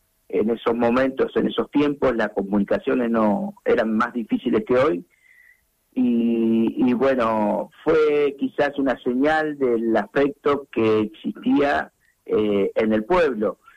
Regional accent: Puerto Madryn, Chubut, Argentina; nosotros que somos madrileños

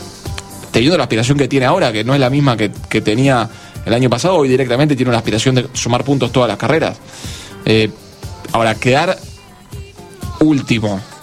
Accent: Argentina; Me voy a la otra parte que obviamente nos interesa a todos como argentinos, que es la de Franco Colapinto.

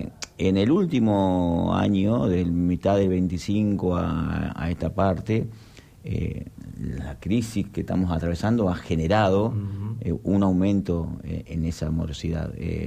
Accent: Trelew, Chubut, Argentina; somos todos ciudadanos de Trelew

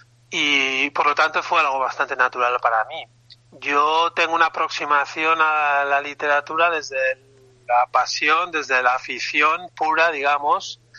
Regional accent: Spain; first language eu; Spanish is a second language; mi lengua materna es el euskera, mi familia se habla euskera

